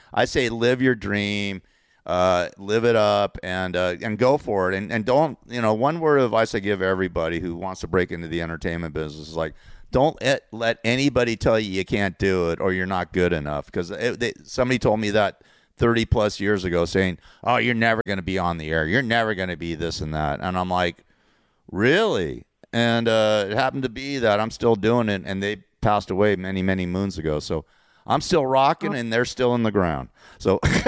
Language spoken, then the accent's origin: English; Los Angeles, California, United States; I grew up on the Sunset Strip.